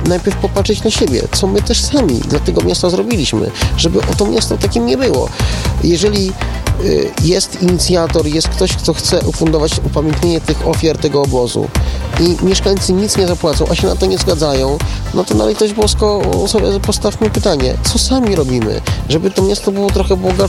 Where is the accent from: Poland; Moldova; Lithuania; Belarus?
Poland; Kraśnik, Lublin Voivodeship; Ja sam jestem Kraśniczaninem przecież, urodzony i wychowany na Fabrycznym.